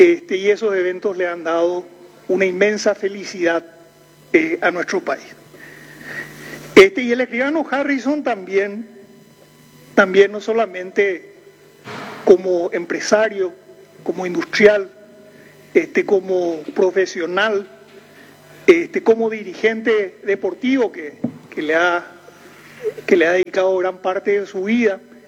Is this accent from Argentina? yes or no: no; Paraguay